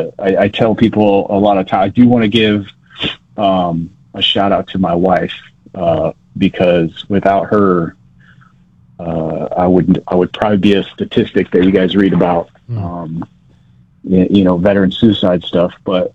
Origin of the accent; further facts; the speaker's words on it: Tucson, Arizona, United States; Favorite individual is swimming, just because I grew up swimming in Tucson. I swam until I was probably 12, 13. And when I got to high school, Marana didn't have a swim team back then.